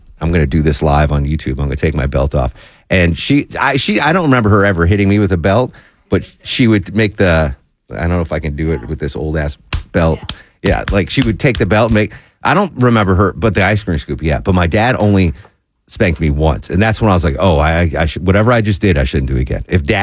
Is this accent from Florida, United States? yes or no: no; Connecticut, United States; born or raised there